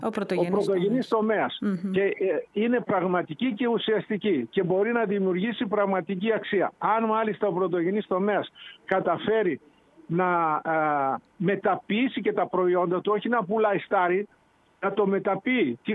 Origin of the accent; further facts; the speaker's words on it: Thessaloniki, Central Macedonia, Greece; born there; Εγώ είμαι, ξέρεις ότι γεννήθηκα στη Θεσσαλονίκη και τον περισσότερο μου χρόνο τον περνάω στη Θεσσαλονίκη.